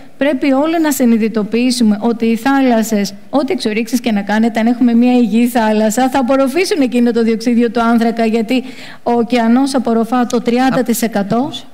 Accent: Zacharo, Western Greece, Greece; moved away; Κάθε φορά που πηγαίνω στην περιοχή μου, στη Ζαχάρο

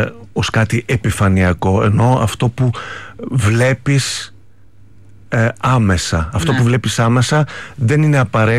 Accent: Greece; moved away as an adult; now in Paris, France; Είμαι Έλληνας. Ναι, είμαι Έλληνας. Είμαι ο Έλληνας.

